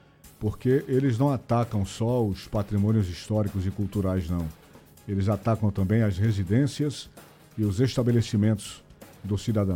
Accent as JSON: {"language": "Portuguese", "town": "Belo Jardim", "region": "Pernambuco", "country": "Brazil", "tie": "born there", "also_born_or_lived": "Olinda", "said": "em Olinda, minha terra, minha cidade, depois de Belô, é claro. Sabe o que aqui é Belô? Belo Jardim, pô."}